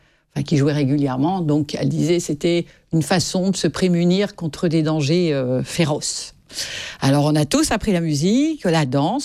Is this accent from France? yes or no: yes; Paris, Île-de-France, France; born there; Je suis née en 1958 à Paris 17e.